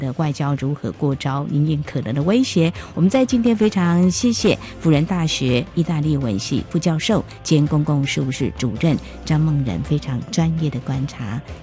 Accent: Taiwan

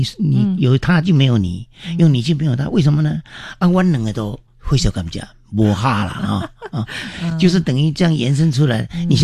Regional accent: Taiwan; 叶叫我们台湾话叫哈啊

